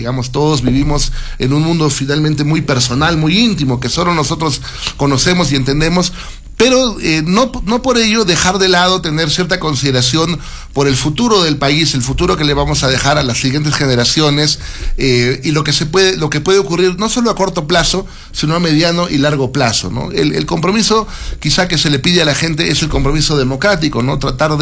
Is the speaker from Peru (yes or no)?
yes; Peru; nos acostumbremos como peruanos